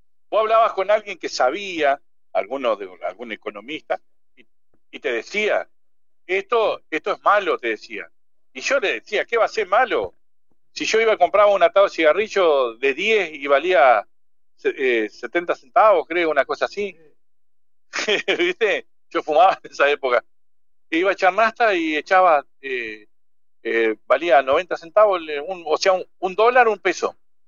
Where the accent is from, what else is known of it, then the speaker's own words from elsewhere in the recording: Argentina; Somos así los argentinos, ¿viste?